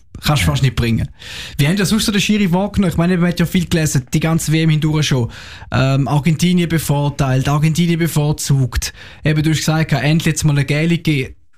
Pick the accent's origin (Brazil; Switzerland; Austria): Switzerland; als Schweizer